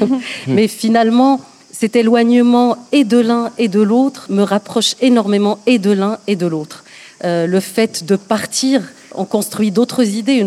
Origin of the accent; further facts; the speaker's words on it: Morocco; now in Paris, France; moi je suis résidente marocaine en France, donc j'habite à Paris, mais je n'ai pas arrêté de nouer des liens entre le Maroc et la France.